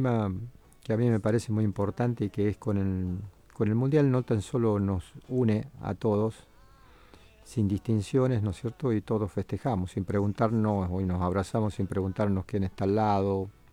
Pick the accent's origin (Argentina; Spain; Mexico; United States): Argentina; nosotros somos argentinos